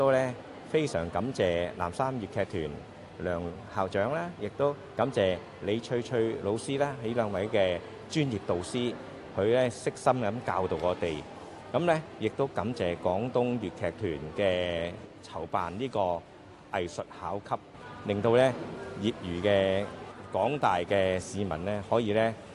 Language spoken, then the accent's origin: Cantonese; Hong Kong; 是一个退休的公务员来的。